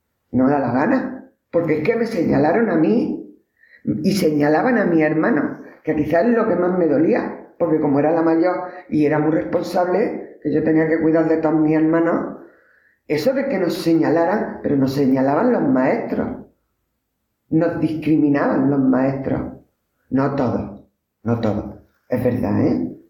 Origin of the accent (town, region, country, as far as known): Huéscar, Andalusia, Spain; born or raised there; moved away as an adult; now in Granada, Spain